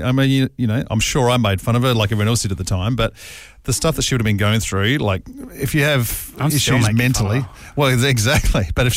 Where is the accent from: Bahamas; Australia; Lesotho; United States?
Australia; You don't think we've done worse than that in Australia over the years?